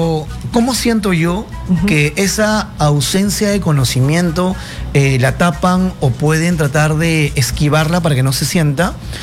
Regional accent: Lima, Peru; born there; Yo nací en Lima, mi mamá es de Lima, mi papá es Cajamarca, conozco la realidad de provincia

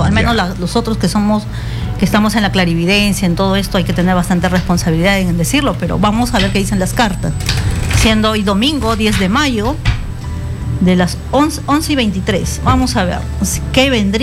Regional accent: Peru

